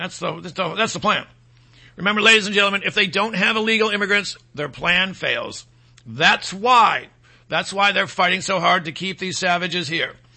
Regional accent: United States; I'm an American.

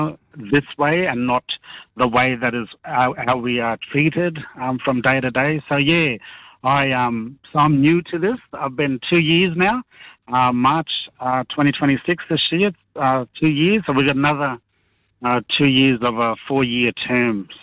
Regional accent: Queensland, Australia; Yeah, I'm a strong Waka Waka man. My dad and his line is from Cherbourg, Waka Waka country, and we've got connections to Wangan country up near Claremont on my mum's side.

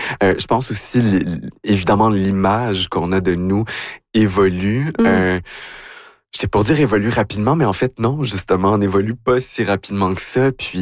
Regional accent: Quebec, Canada; moved away; En fait, quand j'ai quitté l'Abitibi, j'ai étudié en technique juridique.

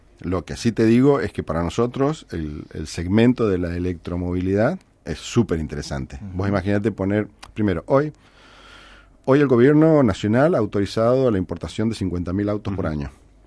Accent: Mendoza, Argentina; Así que conocemos Mendoza desde hace 40 años. Somos de Mendoza todos.

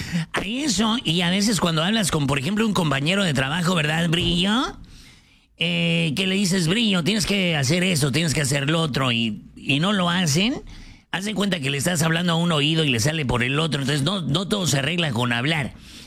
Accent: Mexico City, Mexico; also born or lived in Ciudad Obregón; Soy de la Ciudad de México, pero nací, damas y caballeros, en Ciudad Obregón. Allá me crié, en Ciudad de México. Así es de que fui chilango por un tiempo.

